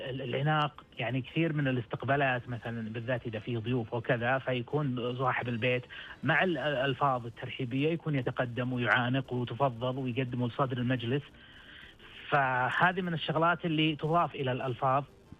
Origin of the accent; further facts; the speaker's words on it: Al-Qassim, Saudi Arabia; عندنا بالقصيم عبارة شبه اختفت الآن، يا هلا والله هم هلا.